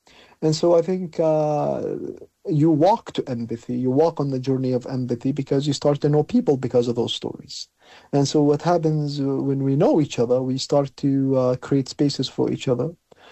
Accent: Palestine; now in Canada; I was born in the First Intifada

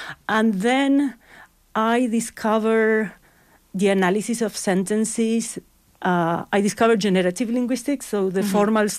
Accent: Buenos Aires, Argentina; English is a second language; moved away as an adult; also born or lived in United States; now in Toronto, California, United States; I'm from Buenos Aires, Argentina, and I studied there an undergraduate. And then I did some master studies in Patagonia in the south of Argentina in a university there. And then I did my PhD in the States at MIT. And then I moved to Canada.

